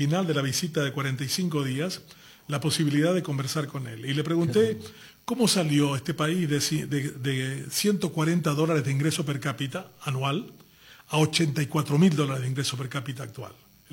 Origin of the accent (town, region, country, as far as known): Paraguay